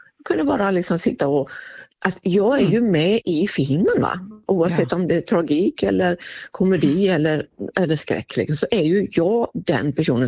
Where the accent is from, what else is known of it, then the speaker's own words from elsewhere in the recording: Sweden; Jag är ju svensk, absolut, i mitt själ och hjärta